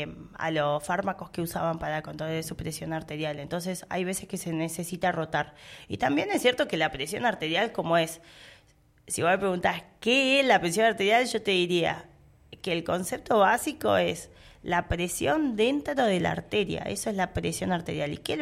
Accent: Formosa, Argentina; Yo soy de Formosa

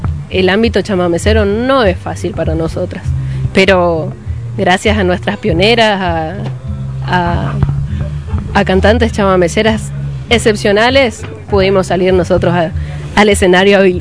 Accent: Curuzú Cuatiá, Corrientes, Argentina; Para mí, Curuzú, lo mejor que existe.

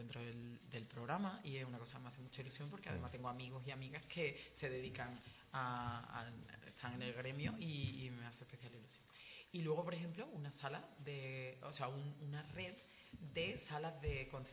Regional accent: Andalusia, Spain; yo como campo gibraltareña

